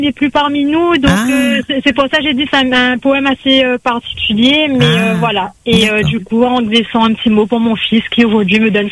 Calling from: Sainte-Suzanne, Réunion; Alors, de Bâle-Saint-Suzanne, mais là, je vais à Saint-Pierre.

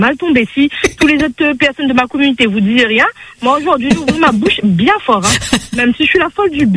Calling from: Comoros; moi, je suis comorienne.

